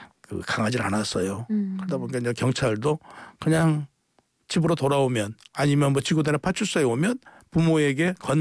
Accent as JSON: {"language": "Korean", "town": "Namwon", "region": "North Jeolla", "country": "South Korea", "tie": "born or raised there", "said": "제 고향이 이제 남원인데"}